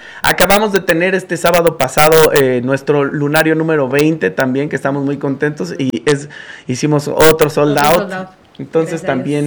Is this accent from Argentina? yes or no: no; Mexico